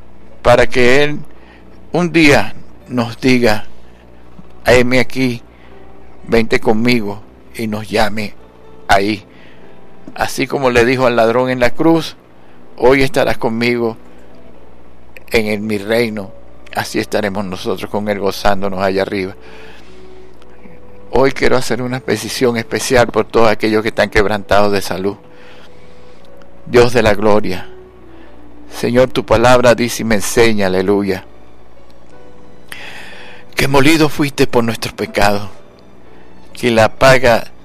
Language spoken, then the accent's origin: Spanish; Venezuela